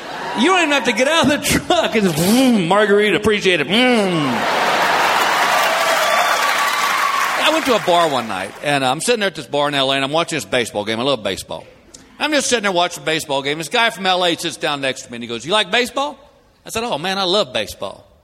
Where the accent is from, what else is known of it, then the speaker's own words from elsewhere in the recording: Texas, United States; I'm originally from Texas, so I'm used to, yeah.